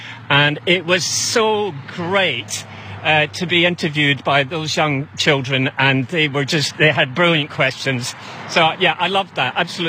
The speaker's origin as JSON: {"language": "English", "region": "Scotland", "country": "United Kingdom", "tie": "born or raised there", "moved": "yes", "said": "I grew up in Scotland. Some of you may have gathered that from my accent."}